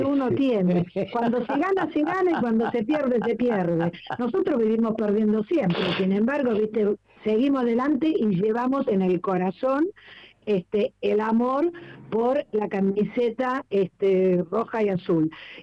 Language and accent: Spanish; Buenos Aires, Argentina; yo soy de Mataderos, nací en Mataderos, viví 21 años en Mataderos